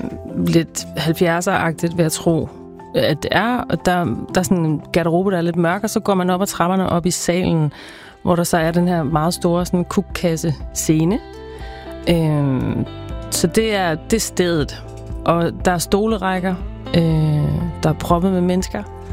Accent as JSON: {"language": "Danish", "town": "Nyborg", "region": "Region of Southern Denmark", "country": "Denmark", "said": "Vi skal til Nyborg, hvor jeg kommer fra."}